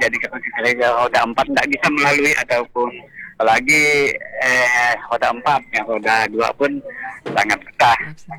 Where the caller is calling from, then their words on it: West Kalimantan, Indonesia; Nah, itu aja info dari kami, dari Kecamatan Sajat, … yang mewakili, memberikan kepada, minta kepada pemerintah, terutama dari Kabupaten Samba